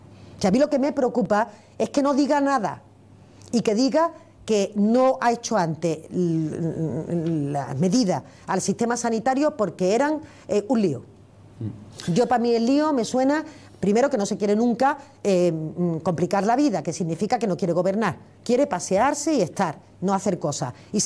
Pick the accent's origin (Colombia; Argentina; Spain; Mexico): Spain; Andalusia; accent: Andalusian; No, en donde permanentemente intentan mimetizar acento andaluz con ignorancia, cosa que me molesta especialmente, con chabacanería, con ordinariez